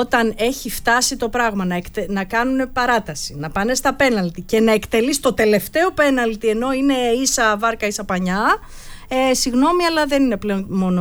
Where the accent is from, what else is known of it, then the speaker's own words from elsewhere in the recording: Ionian Islands, Greece; Και εγώ είμαι από Κεφαλονιά. Και εγώ έχω καταγωγή από Κεφαλονιά.